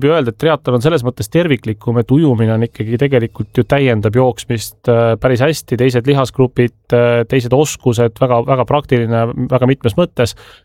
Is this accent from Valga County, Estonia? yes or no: no; Tallinn, Harju County, Estonia; õismäelane, kus ma tegelikult pärit olen või suure osa elust elanud